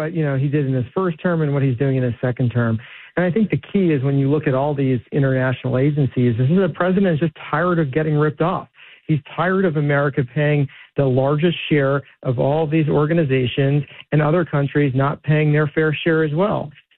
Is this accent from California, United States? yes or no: no; Manhattan, New York, United States; born there; and your listeners remember I was born in Manhattan